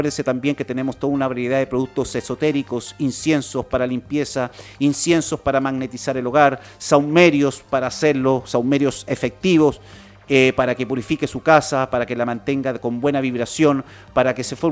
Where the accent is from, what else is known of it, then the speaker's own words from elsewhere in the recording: Chile; yo soy chileno